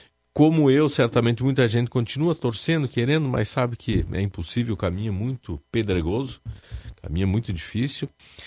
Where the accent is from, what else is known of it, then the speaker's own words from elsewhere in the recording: Brazil; Eu torço porque sou brasileiro